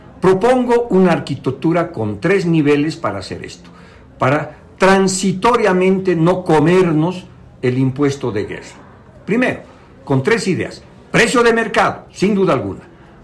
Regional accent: Bolivia

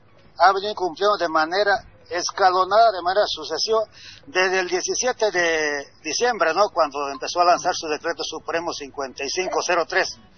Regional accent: Bolivia; now in San Julián, Bolivia; que somos bolivianos

